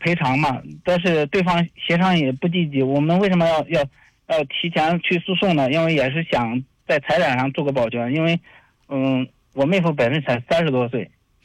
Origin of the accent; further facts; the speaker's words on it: Shangqiu, Henan, China; moved away; 因为我们老家是商丘的，